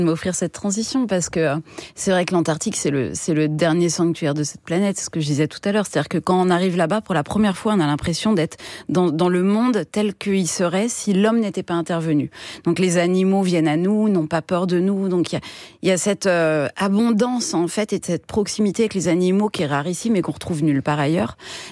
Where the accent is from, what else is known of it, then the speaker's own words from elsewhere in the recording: Troyes, Grand Est, France; also born or lived in Paris; Enfin, moi, je suis née à Paris, j'ai grandi à Troyes en Champagne